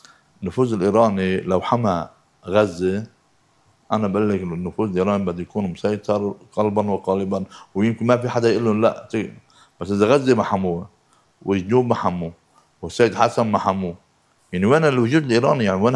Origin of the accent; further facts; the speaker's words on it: Lebanon; انا بامن انه نحن عنا صار قضيه كلبنانيين،